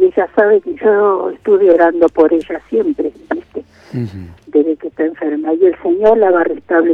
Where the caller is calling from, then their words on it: Bernal, Buenos Aires Province, Argentina; soy de Bernal.